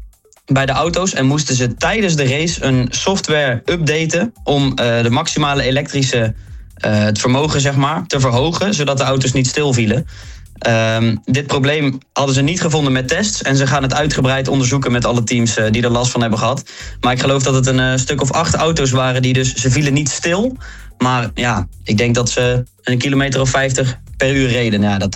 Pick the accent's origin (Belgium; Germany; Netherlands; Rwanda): Netherlands; laten we hopen als Nederlanders dat hij nog een paar races kan gaan winnen.